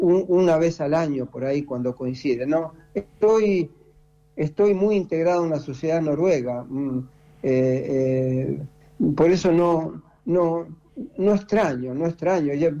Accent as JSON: {"language": "Spanish", "country": "Argentina", "moved": "yes", "lives_now": "Norway", "said": "yo me siento noruego, a pesar de que los papeles dicen otra cosa. Yo me siento muy, muy noruego, por eso no extraño nada, de Argentina no extraño nada."}